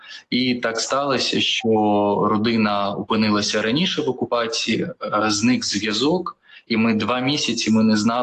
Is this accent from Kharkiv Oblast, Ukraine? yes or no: no; Mariupol, Donetsk Oblast, Ukraine; moved away as an adult; Я сам народився в Маріуполі, до 22-го року жив в Маріуполі, був в драмтеатрі, на який скинули бомбу.